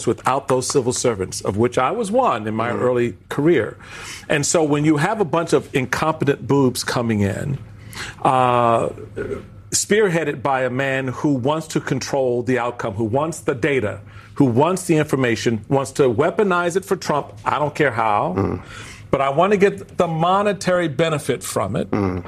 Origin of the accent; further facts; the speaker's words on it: Washington, District of Columbia, United States; I mean, I grew up in Washington, D.C.